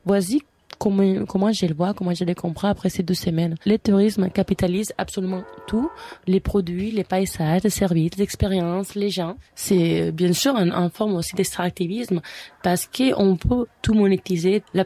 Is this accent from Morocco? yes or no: no; Spain; French is a second language; now in Canada; Moi, je viens de l'Espagne, c'est quand même une monarchie parlementaire. On a aussi des rois, et au Canada aussi, on a des rois